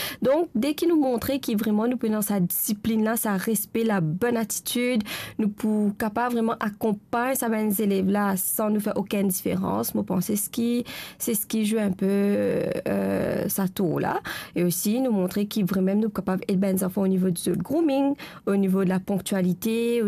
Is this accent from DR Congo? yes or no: no; Mauritius; moved away as an adult; now in Rodrigues, Mauritius; Moi, origine de Rodrigue, mais j'ai grandi à Maurice. Ensuite, après quelques années, je retourne à Rodrigue quand je termine mes études.